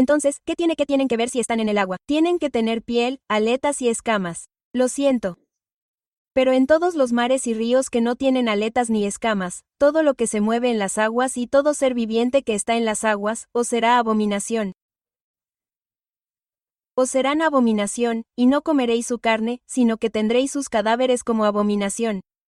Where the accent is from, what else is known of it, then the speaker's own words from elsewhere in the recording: Puerto Rico; Soy de Puerto Rico, y eso es lo que comemos. Esos son los manjares que tenemos como isla.